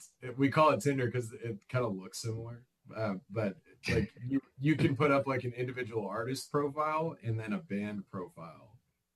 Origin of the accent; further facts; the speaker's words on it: California, United States; now in Sacramento, United States; We grew up in the Bay Area. John still lives there. I live in Sacramento now. Tony's not too far from me, in Elk Grove.